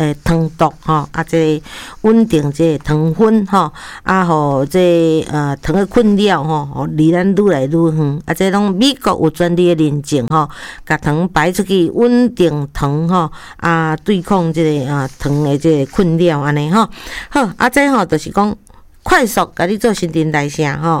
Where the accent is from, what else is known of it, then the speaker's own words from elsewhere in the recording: Taiwan; 我们台湾人真的现在已经确定说有糖尿病的人已经12%了